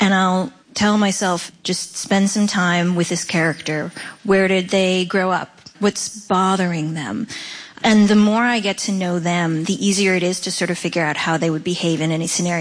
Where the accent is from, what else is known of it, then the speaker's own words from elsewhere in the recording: Pennsylvania, United States; born there; In my first elementary school, I was born outside of Pittsburgh, and I was one of 2 people of color.